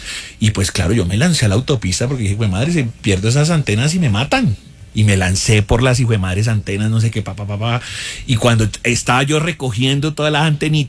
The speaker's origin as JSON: {"language": "Spanish", "country": "Colombia", "said": "Y como buen colombiano, pues por ganarme esa plata y responsable, dije, sí, yo las llevo."}